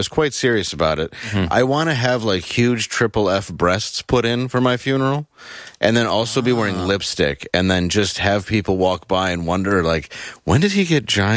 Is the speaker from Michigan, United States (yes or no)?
yes; Detroit, Michigan, United States; Probably because I'm from Detroit.